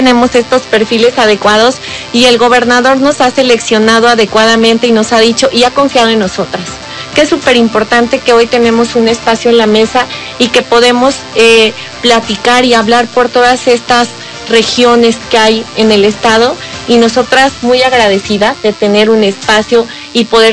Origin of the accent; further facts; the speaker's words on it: Puebla, Mexico; es poblana.